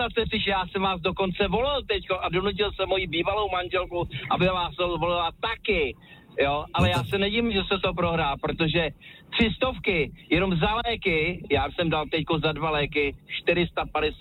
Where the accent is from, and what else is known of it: Prague, Czechia